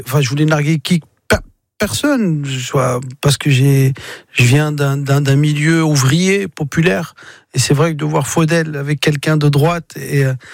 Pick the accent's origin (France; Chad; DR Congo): France; Mantes-la-Jolie, Île-de-France